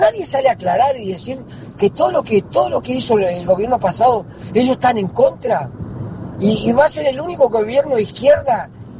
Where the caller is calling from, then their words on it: La Paloma, Rocha, Uruguay; yo que vengo de La Paloma